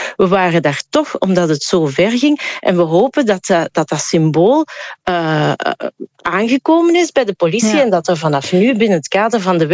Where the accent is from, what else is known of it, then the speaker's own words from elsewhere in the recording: Flanders, Belgium; maar wat zijn wij nu toch eigenlijk als Vlamingen aan het doen, dat wij daar zo op focussen?